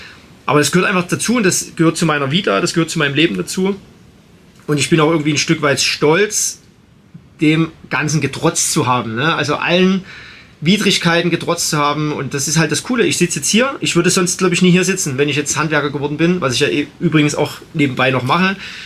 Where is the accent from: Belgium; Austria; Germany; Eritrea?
Belgium; ich bin als Belgier auf Nummer 1 ins Ziel gekommen